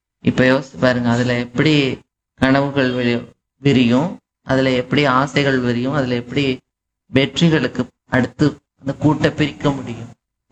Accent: Madurai, Tamil Nadu, India; நாங்க பிறந்தது மதுரையில.

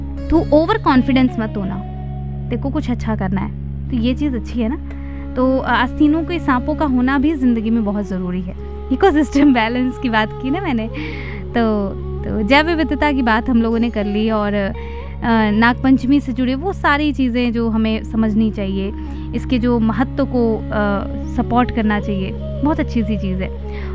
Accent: Punjab, India; moved away; मेरा बचपन जो है पंजाब में बीता है

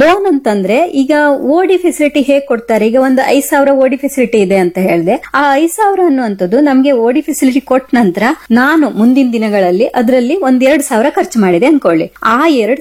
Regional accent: Karnataka, India; ನಾವೆಲ್ಲ ಅಪ್ಪಟ ಕನ್ನಡಿಗರು ಅಲ್ವಾ ಅಪ್ಪಟ ಕನ್ನಡಿಗರು ನಾವು

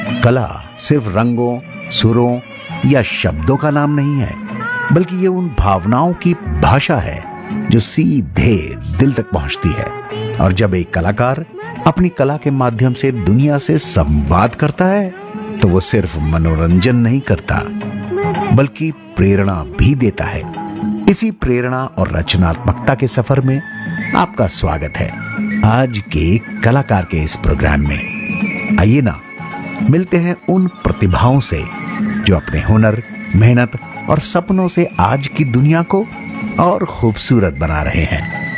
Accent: Rajasthan, India; मैं भी राजस्थान से हूं

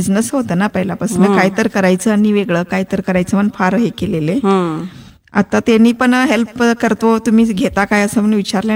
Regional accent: Karnataka, India; moved away as an adult; now in Halga, India; आम्ही माहेर गांधीनगर.

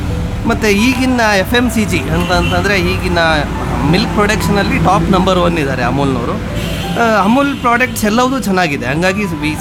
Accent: Shivamogga, Karnataka, India; ನಾನು ಶಿವಮೊಗ್ಗದವನೇ. ನಾನು ಇಲ್ಲಿ ಜೆ ಎನ್ ಎನ್ ಸಿಯಲ್ಲಿ ಮೆಕ್ಯಾನಿಕಲ್ ಇಂಜಿನಿಯರಿಂಗ್ ಮಾಡಿ

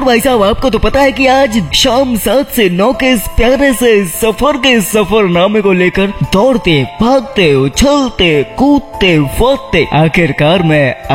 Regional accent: Uttar Pradesh, India; मैं ठहरा यूपी वाला लड़का। जी हाँ, तो जब मैं यूपी से आता हूँ तो कुछ यूपी वाला हो जाए

